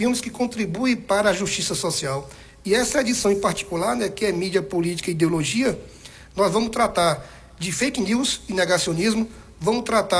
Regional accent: Antas, Bahia, Brazil; also born or lived in Vitória da Conquista; now in Caetité, Brazil; Eu estou aqui desde 2005, né, que eu trabalho aqui na universidade. Então, Caetité, Antas, que é minha terra natal, e Conquista, então, são as três cidades que eu guardo no meu coração.

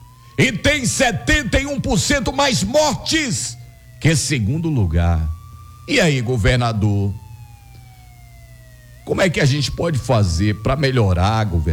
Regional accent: Bahia, Brazil; Nós somos baianos, queremos uma Bahia melhor

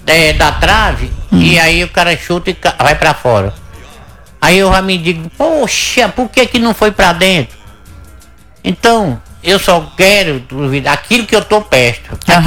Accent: Brazil; Eu sou brasileiro, gosto do Brasil e torço pelo Brasil.

